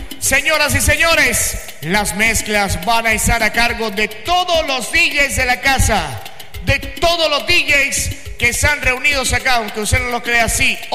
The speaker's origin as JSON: {"language": "Spanish", "town": "Barrancabermeja", "region": "Santander", "country": "Colombia", "said": "lo importante es que tengamos esa unión como barranqueños, como colombianos"}